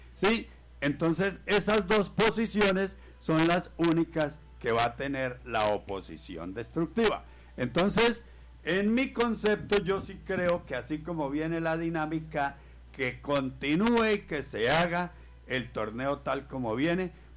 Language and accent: Spanish; Los Llanos, Colombia; como llanero que soy, como mi región, como mi gente